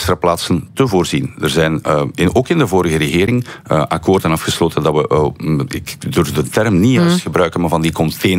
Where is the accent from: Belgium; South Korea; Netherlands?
Belgium; Brussels, Brussels-Capital Region; Maar ik ben ook Brusselaar